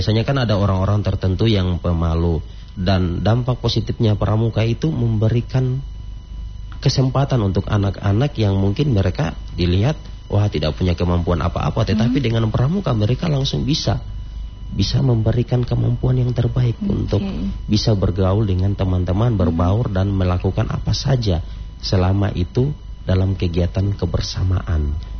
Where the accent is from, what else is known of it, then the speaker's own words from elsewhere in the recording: Gorontalo, Indonesia; also born or lived in Kwandang; now in Tahuna, Indonesia; saya berasal dari Gorontalo juga, tepatnya di Desa Mulangga, Kecamatan Tolinggola, dan saya juga biasa aktif di Kuandang